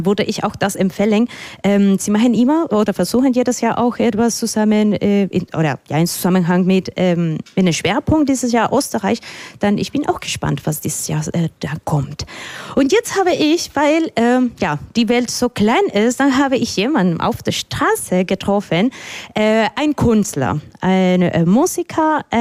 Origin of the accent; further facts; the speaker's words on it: Colombia; German is a second language; also ich komme aus Kolumbien, nicht so weit weg von Nicaragua